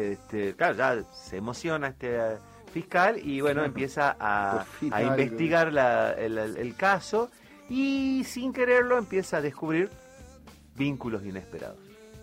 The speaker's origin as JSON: {"language": "Spanish", "country": "Argentina", "said": "Porque no creo que nosotros nos ven representados porque somos argentinos, creo."}